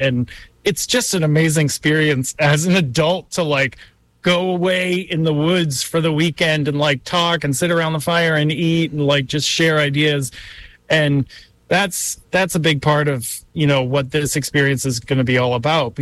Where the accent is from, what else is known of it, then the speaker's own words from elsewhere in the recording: Massachusetts, United States; I'm from Massachusetts with all the salt.